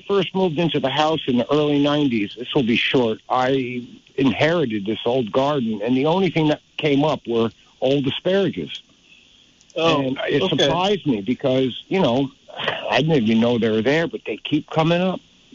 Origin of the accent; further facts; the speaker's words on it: New Jersey, United States; and I grew up in Jersey, but I don't want anyone to know that.